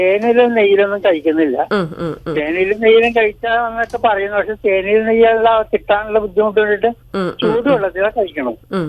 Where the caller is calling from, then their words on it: Vennala, Kerala, India; ഞാൻ വെണ്ണലെന്നാണ്.